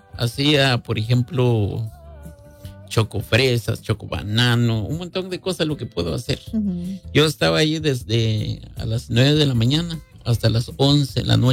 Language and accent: Spanish; Guatemala; now in United States; Yo vine de Guatemala en el año 2000.